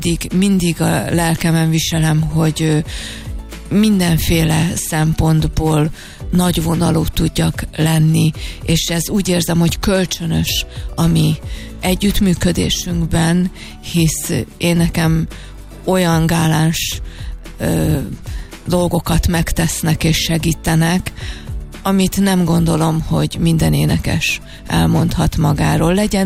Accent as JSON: {"language": "Hungarian", "country": "Hungary", "said": "én magyar vagyok."}